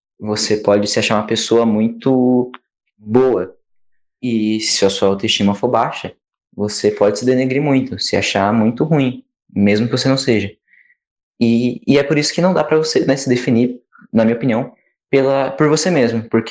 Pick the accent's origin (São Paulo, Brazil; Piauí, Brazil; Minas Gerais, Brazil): São Paulo, Brazil; eu sou do interior de São Paulo, moro em Itaiuba.